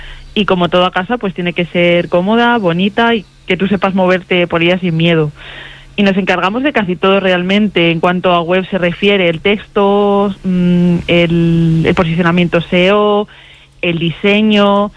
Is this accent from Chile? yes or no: no; Villanueva de los Infantes, Castilla-La Mancha, Spain; para mi pueblo natal, que es Villanueva de los Infantes.